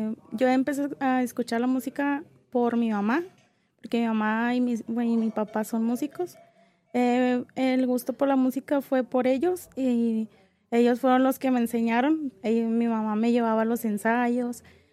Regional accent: Juárez, Nuevo León, Mexico; tengo 25 años, toco la guacharaca con el … vengo desde Juárez, Nuevo León.

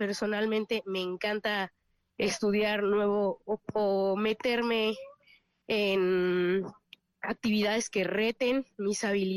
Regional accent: Poza Rica, Veracruz, Mexico; Bueno, yo soy de Poza Rica … decidí entrar a la escuela porque vi sobre las audiciones de la compañía.

